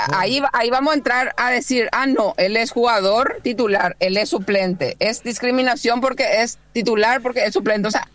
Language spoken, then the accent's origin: Spanish; Paraguay